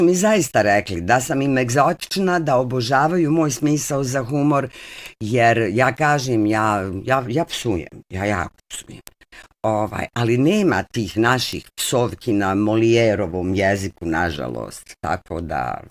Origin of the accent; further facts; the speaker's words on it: Sarajevo, Federation of Bosnia and Herzegovina, Bosnia & Herzegovina; Rodni grad u mom srcu je uvijek moj rodni grad i Sarajevo je nešto što se ne može zaboraviti